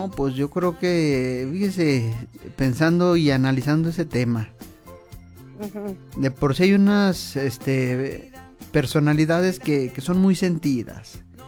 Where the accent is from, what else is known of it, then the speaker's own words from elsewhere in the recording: Mexico; No, pues yo soy de México, acá no es de... Acá no hay pertenencias.